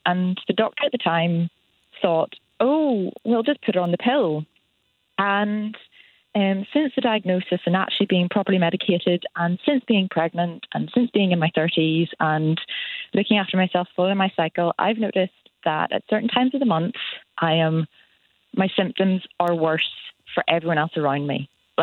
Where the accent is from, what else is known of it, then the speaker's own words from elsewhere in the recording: Northern Ireland, United Kingdom; I grew up in Northern Ireland. I went to a good school in Belfast.